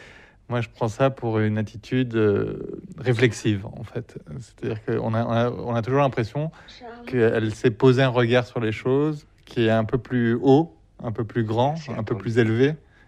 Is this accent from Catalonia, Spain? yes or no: yes; Barcelona, Catalonia, Spain; moved away; Moi, j'ai grandi en Espagne